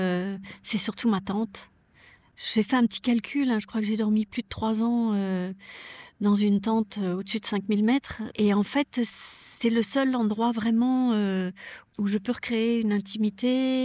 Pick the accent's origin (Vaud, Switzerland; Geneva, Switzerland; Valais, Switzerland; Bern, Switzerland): Vaud, Switzerland; Lausanne; born there; also born or lived in Chamonix valley, France; Donc moi, je suis née à Lausanne, hein, en Suisse, et on avait un appartement dans la vallée de Chamonix quand on était enfant.